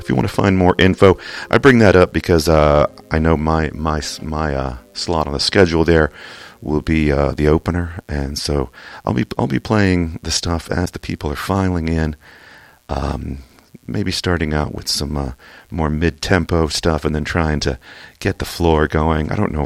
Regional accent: England, United Kingdom; also born or lived in Kentucky, United States; You can't tell from my accent, but I did grow up in England before living various other places, and after learning to speak in Kentucky, that's why this is what you hear.

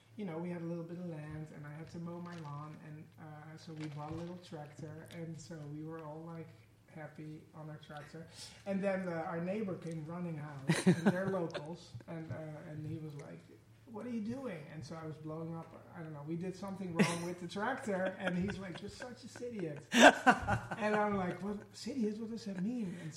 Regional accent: Netherlands; accent: Dutch; moved away as an adult; also born or lived in Brooklyn, New York; now in Catskill, United States; So I moved to America. So my accent is from Holland. So I'm from the Netherlands in Europe. And we moved to America 15 years ago now. And so we moved to Brooklyn.

